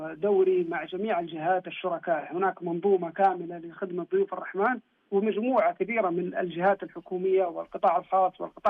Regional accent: Saudi Arabia; شرفنا الله إحنا كسعوديين أن نكون خداما للحرم

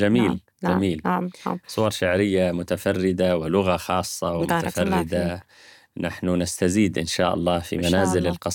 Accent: Syria; ونحن كسوريين نفخر بك ونرجو لك مزيدا من النجاح والتفوق الأدبي

